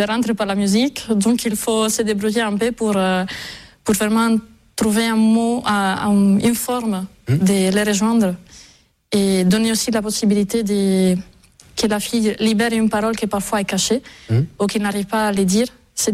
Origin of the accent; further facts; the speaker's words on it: Sardinia, Italy; born there; moved away as an adult; Je suis née en Sardaigne. Mais à 18 ans, c'est le moment de choisir. Donc je suis partie à Rome pour faire mes études à l'Université de Rome.